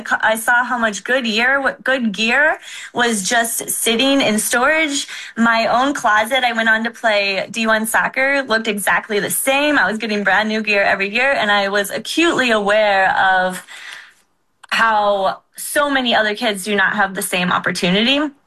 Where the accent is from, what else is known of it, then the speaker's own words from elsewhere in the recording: St. Louis, Missouri, United States; I grew up here in St. Louis.